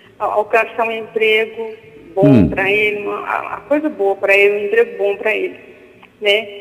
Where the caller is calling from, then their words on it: Patos de Minas, Minas Gerais, Brazil; Eu falo de Patos de Minas.